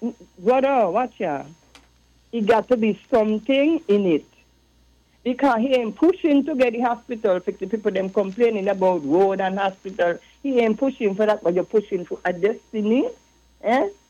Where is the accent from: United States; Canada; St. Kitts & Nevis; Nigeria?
St. Kitts & Nevis; Newtown; born there; I born in St. Kitts and I'm from Newtown